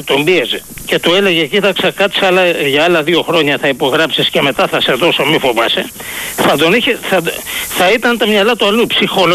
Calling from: Greece; γιατί είμαι Έλληνας και εσύ και εγώ, είμαστε Έλληνες

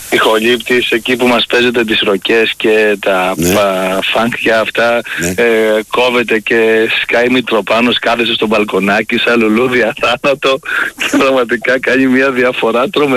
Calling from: Lamia, Central Greece, Greece; εμείς εδώ Λαμία ακούμε τον Sport FM από το Radio Net

